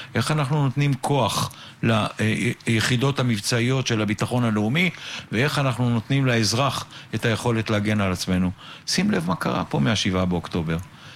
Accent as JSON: {"language": "Hebrew", "town": "Beersheba", "region": "Southern District", "country": "Israel", "tie": "born or raised there", "said": "אני גדלתי בבאר שבע."}